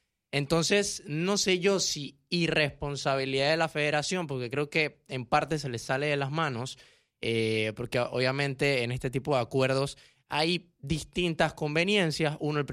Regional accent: Panama; uno como panameño

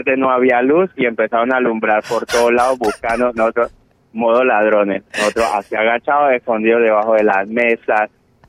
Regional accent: Colombia; Pero claro, yo soy colombiano, nosotros bebemos a otro ritmo distinto.

